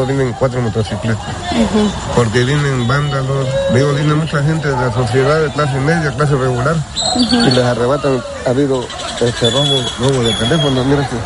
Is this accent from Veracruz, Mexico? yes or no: yes; Veracruz, Mexico; yo soy de aquí de Veracruz